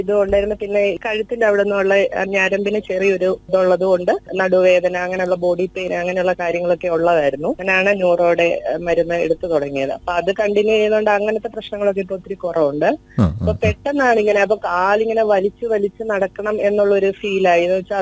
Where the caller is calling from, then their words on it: Pala, Kerala, India; ഞാൻ പാലായിൽ നിന്നാണ് വിളിക്കുന്നത്.